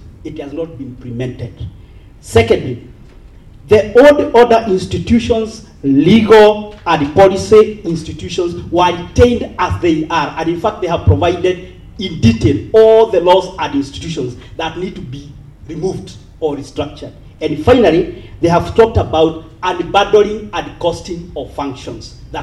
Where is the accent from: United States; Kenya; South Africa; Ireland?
Kenya; I'm a Kenyan.